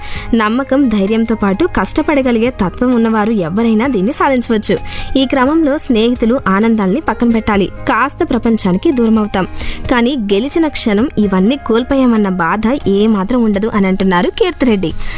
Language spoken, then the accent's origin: Telugu; Kadapa, Andhra Pradesh, India; అమ్మ శ్రీకృష్ణ. ఇద్దరు ఎల్ఐసి ఉద్యోగులే. నాన్న పదవీ విరమణ పొందారు. పాఠశాల విద్యాభ్యాసం అంతా కడపలోనే సాగింది.